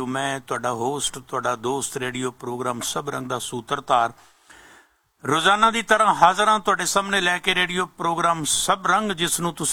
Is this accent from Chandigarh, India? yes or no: no; Punjab, India; now in Canada; ਅਸੀਂ ਪੰਜਾਬ ਦੇ ਵਾਸੀ ਹਾਂ, ਪੰਜਾਬ ਸਾਡਾ ਪਿਛੋਕੜ ਹੈ, ਸਾਡਾ ਵਰਤਮਾਨ, ਅਸੀਂ ਰਹਿ ਭਾਵੇਂ ਕੈਨੇਡਾ ਦੇ ਵਿੱਚ ਜ਼ਰੂਰ ਰਹੇ